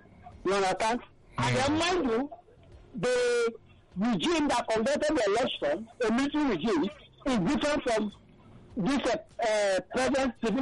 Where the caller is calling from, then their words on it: Nigeria; I'm calling from Abanajo